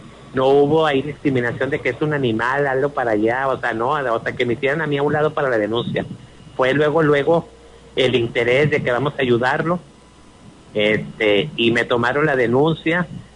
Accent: Agujita, Coahuila, Mexico; como nos conocemos, somos aquí de Agujita.

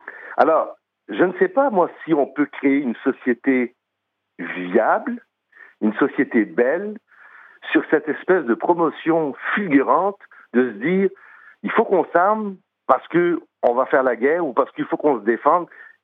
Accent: Quebec, Canada; Je suis Québécois.

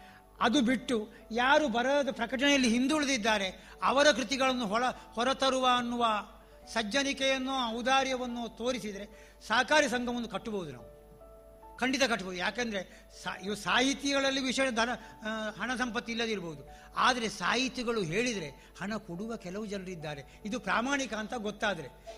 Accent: Karnataka, India; born there; ಒಂದೆಡೆಯಲ್ಲಿ ತುಳುನಾಡು ತಾಯಿ ಇದ್ಲು, ಇನ್ನೊಂದರಲ್ಲಿ ಕನ್ನಡ ತಾಯಿ ಇದ್ಲು. ಹಾಗಾಗಿ ಕನ್ನಡ ತಾಯಿಯ ತುಳುದೇವಿಯ ಎರಡು ಮಕ್ಕಳ ಆರೈಕೆಯಲ್ಲಿ ನಾನು ಬೆಳೆದಿದ್ದೇನೆ.

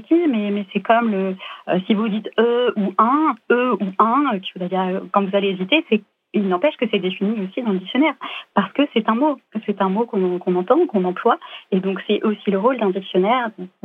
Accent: France; moi, en tant que Française

